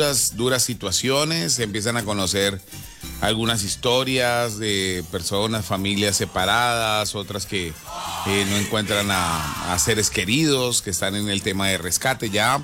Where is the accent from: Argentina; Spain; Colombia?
Colombia; nosotros como colombianos